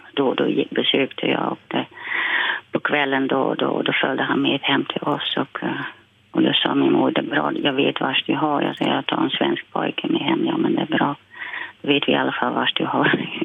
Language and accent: Swedish; Silvolde, Gelderland, Netherlands; Swedish is a second language; now in Åsele, Sweden; jag har bott 50 år i Sverige och jag längtar hem till mina egna hemtrakter. Silvolde, Ulluft, Kyrkor, Dottinghem där jag är född.